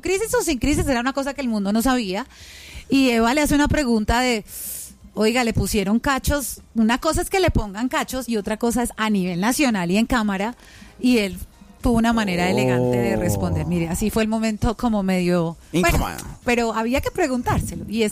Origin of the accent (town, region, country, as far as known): Colombia